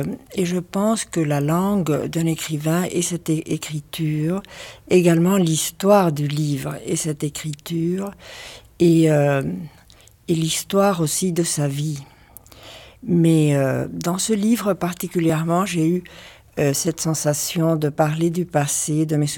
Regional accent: Argentina; French is a second language; lorsque je suis arrivée d'Argentine, je considère que j'appartiens au Río de la Plata, qui est ce fleuve qui sépare l'Uruguay de l'Argentine. D'un côté, c'est le pays de ma mère, de l'autre côté, c'est le pays de mon père

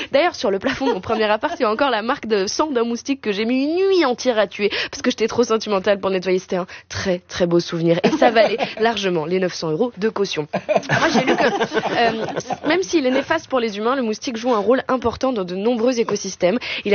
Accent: Réunion, France; parce que moi, j'ai grandi à La Réunion.

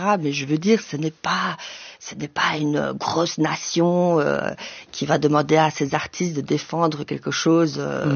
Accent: Luxembourg; also born or lived in Brussels, Belgium; Je suis née à Bruxelles, d'une mère espagnole, d'un père belge. Ensuite, j'ai grandi au Grand-Duché de Luxembourg et j'ai vécu jusqu'à mes 18 ans.

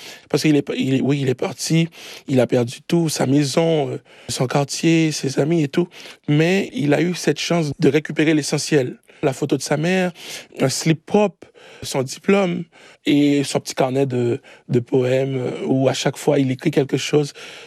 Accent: Haiti; moved away; Parce que moi, j'ai quitté Haïti presque de la même manière après une terrible catastrophe.

